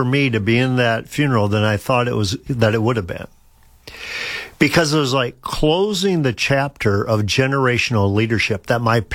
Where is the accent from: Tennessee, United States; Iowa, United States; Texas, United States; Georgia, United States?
Iowa, United States; Sheldon; Chuck Hurley and I went up to a funeral in Sheldon, my hometown.